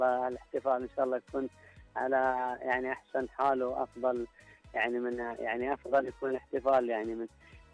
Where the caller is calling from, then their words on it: Badr, Medina Province, Saudi Arabia; أنا أكلمك من محافظة بدر